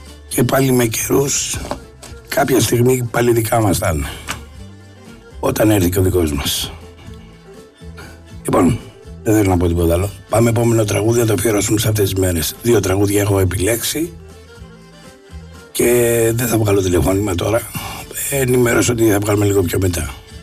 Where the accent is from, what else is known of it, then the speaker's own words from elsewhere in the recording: Greece; Εγώ τουλάχιστον σαν Έλληνα, σαν Πόντιος